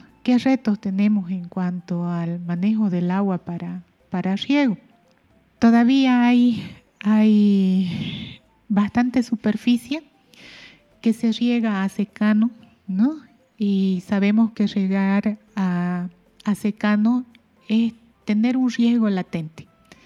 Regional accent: Santa Cruz, Bolivia; Estamos expuestos como valles cruceños

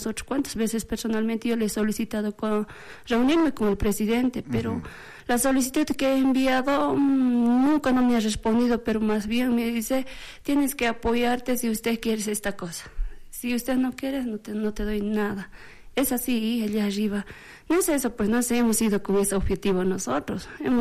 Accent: Potosí, Bolivia; Yo la única soy de Potosí.

